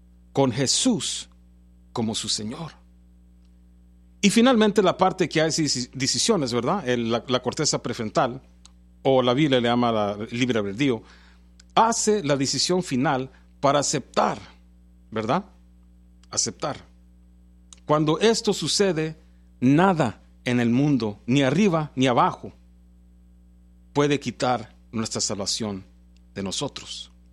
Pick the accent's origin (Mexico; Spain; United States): United States; California; born there; Yo nací en California, ¿verdad?